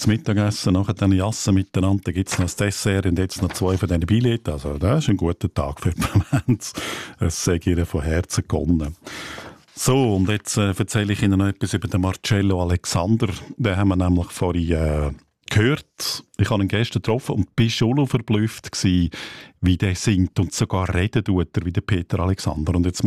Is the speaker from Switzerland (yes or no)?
yes; Aargau, Switzerland; Das kommt aus meiner Heimat, dem Kanton Aargau.